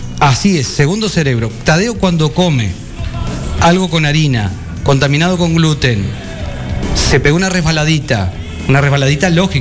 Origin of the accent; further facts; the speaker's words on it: Salto, Uruguay; also born or lived in Montevideo / Canelones; Sí, yo soy nacido y nacido en Montevideo, criado hasta los 12 años acá en Salto.